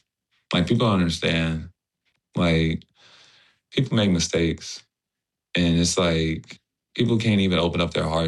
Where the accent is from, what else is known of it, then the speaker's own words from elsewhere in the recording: Houston, Texas, United States; Yeah. So born and raised Houston, Texas.